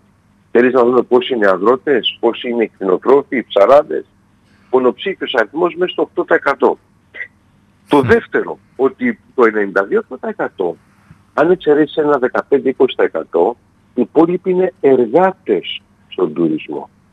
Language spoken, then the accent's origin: Greek; Greece